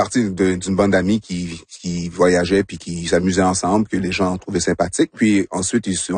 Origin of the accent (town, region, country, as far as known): Montreal, Quebec, Canada; born or raised there